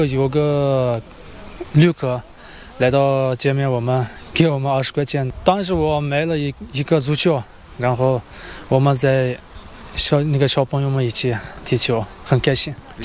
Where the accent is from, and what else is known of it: Xinjiang, China; born or raised there; moved away as an adult